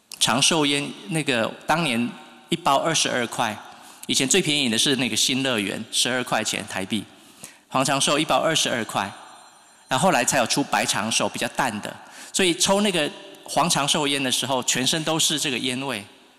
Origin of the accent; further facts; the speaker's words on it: Taichung, Taiwan; 我是台中人，我是台中太平人，以前太平那个快速道路还没有盖好以后很偏僻的